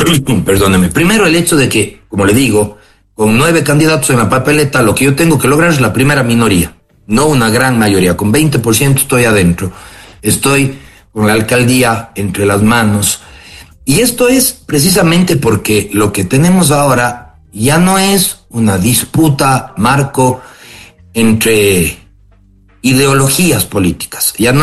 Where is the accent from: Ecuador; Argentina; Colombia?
Ecuador; Cuenca, Azuay; lo que verdaderamente somos los cuencanos